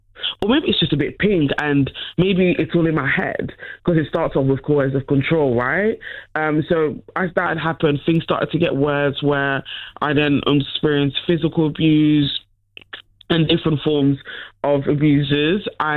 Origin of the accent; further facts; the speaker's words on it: Netherlands; Growing up, unfortunately, as well, I grew up in the Netherlands.